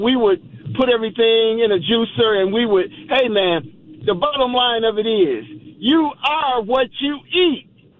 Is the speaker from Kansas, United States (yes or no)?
no; Flint, Michigan, United States; moved away as an adult; now in Atlanta, United States; I'm from Flint, Michigan. Flint, Michigan developed food deserts when I was in about junior high school.